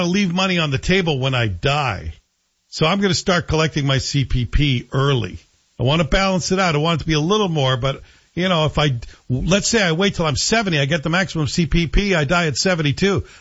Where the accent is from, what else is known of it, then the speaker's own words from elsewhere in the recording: Coatbridge, Scotland, United Kingdom; moved away; I grew up in Town Head, Cope Ridge.